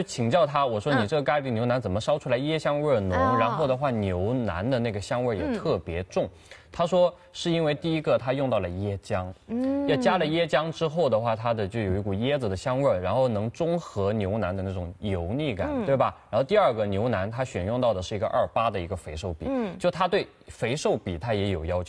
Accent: Jiangxi, China; now in Shanghai, China; 像我老家江西的嘛，像我们那边、

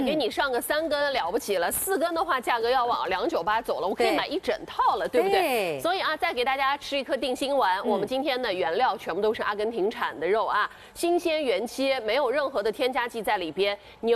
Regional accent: Northwest China, China; 因为我西北人，

